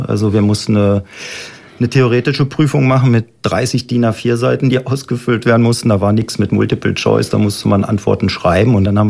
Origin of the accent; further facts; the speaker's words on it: Braunschweig, Lower Saxony, Germany; wir sind fast gleich alt, ich bin ein bisschen jünger, 58 Jahre alt, bin gebürtiger Braunschweiger